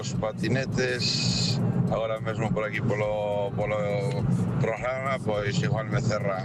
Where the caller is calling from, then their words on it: Arbo, Galicia, Spain; Bons días